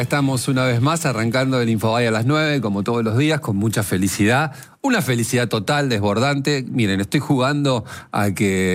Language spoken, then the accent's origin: Spanish; Argentina; somos Argentina, porque somos felices, estamos felices de ser Argentina